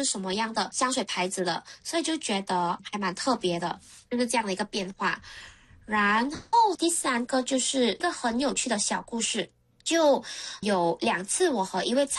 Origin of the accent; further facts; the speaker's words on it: Malaysia; 我本身是马来西亚人啦，但是呢我是在新加坡上班